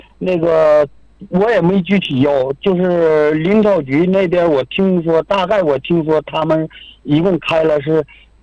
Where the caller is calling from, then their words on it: Inner Mongolia, China; 新安蒙可有前旗阿里达尔西恩木嘎查，